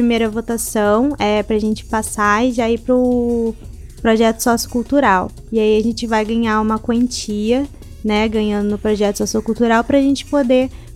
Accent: São Pedro da Aldeia, Rio de Janeiro, Brazil; born there; also born or lived in São Paulo; É, nasci em São Pedro, em Araruama.

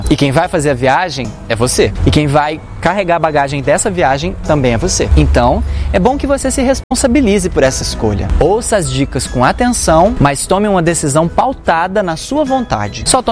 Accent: Cuiabá, Mato Grosso, Brazil; Parem de zoar meu sotaque, por gentileza. Eu sou cuiabano.

